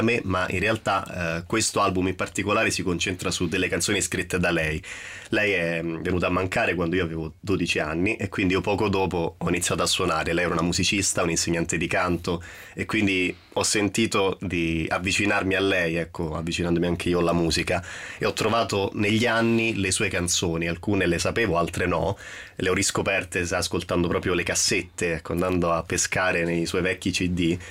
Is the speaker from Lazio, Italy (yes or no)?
yes; Rome, Lazio, Italy; sono di Ostia